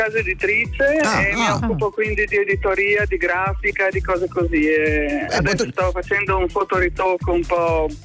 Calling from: Rovereto, Trentino-Alto Adige, Italy; io sono proprio trentina, anzi ho origini austro-ungariche.

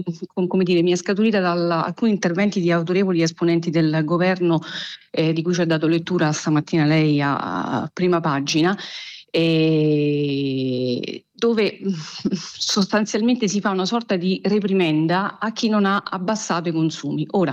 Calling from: Rome, Lazio, Italy; sono di Roma e viaggio con i mezzi pubblici

